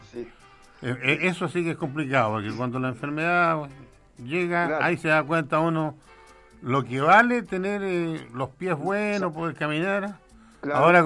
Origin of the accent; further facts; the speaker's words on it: Cañete, Biobío, Chile; ¿De dónde soy yo? Yo diría que un pueblo todavía, un pueblito. Ajá. Soy del pueblito de Cañete, un pueblo que le debo mucho.